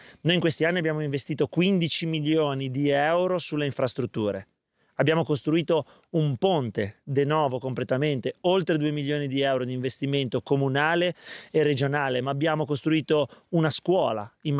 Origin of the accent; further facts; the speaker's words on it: Ronco Scrivia, Liguria, Italy; born there; sono nato a Ronco Scrivia, vivo a Ronco Scrivia